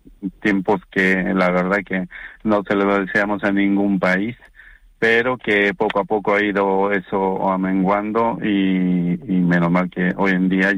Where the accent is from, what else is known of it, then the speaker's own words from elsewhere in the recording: Trujillo, La Libertad, Peru; now in Canary Islands, Spain; En el norte, yo soy norteño también, yo soy trujillano de Trujillo